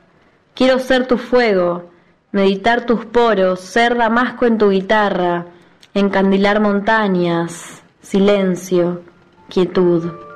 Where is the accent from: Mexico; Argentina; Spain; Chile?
Argentina; Neuquén; tengo 26 años y vivo en Neuquén de toda mi vida. Soy psicóloga